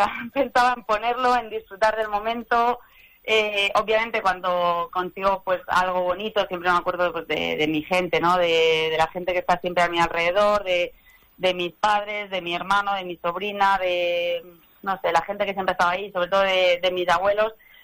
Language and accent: Spanish; Teruel, Aragon, Spain; moved away; also born or lived in United States; siempre presumo de ser de donde soy, presumo de la ciudad de Teruel. Presumo de mi pueblo